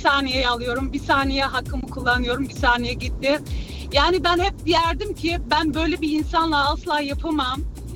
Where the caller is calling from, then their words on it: Stuttgart, Baden-Württemberg, Germany; Stuttgart'tan.